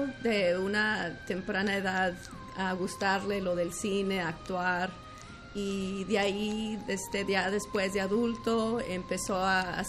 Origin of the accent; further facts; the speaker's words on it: Chihuahua, Mexico; moved away; De niña, claro, mis padres escuchaban música ranchera porque somos de Chihuahua.